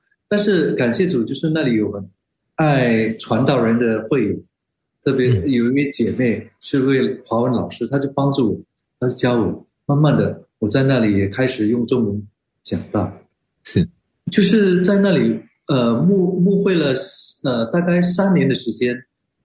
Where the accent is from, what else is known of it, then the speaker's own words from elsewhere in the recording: Singapore; 我是华人嘛，我对他们的文化虽然有不同，新加坡华人跟其他国家的华人有不同，但是我发现，哎，我们有很多共同点